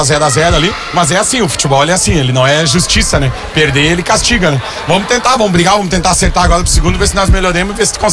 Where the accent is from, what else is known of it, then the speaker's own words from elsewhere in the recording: Urubici, Santa Catarina, Brazil; eu sou de Urubici